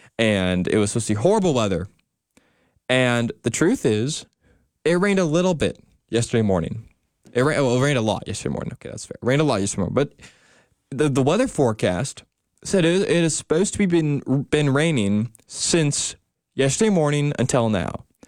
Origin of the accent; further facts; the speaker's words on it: Oregon, United States; now in Texas, United States; I'm from Oregon.